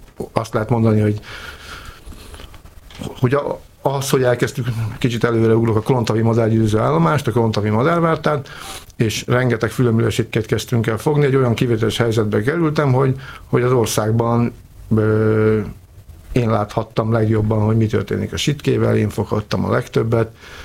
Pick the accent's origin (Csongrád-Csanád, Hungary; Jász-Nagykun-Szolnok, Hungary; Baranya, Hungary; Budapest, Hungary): Budapest, Hungary; én 16. kerületben nőttem föl, akkor az még egy kis szinte falu volt